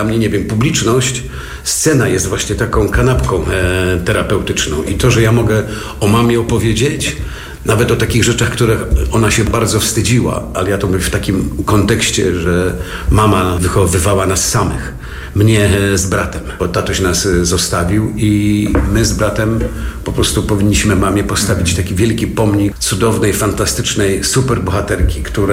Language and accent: Polish; Strzelce Opolskie, Opole Voivodeship, Poland; born there; Moja mama była w Strzelce Opolskim, gdzie się urodziłem, kierowniczką kadr w fabryce mebli.